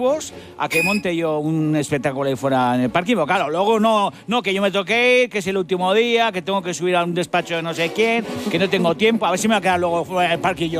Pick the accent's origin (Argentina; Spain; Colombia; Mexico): Spain; Basque Country